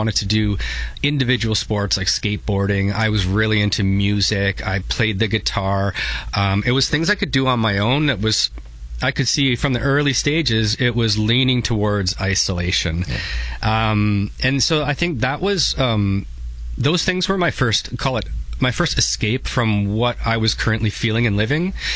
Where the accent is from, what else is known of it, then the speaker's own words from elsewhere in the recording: St. Catharines, Ontario, Canada; I grew up in St. Catharines. I was a small kid, smaller than the rest of the kids.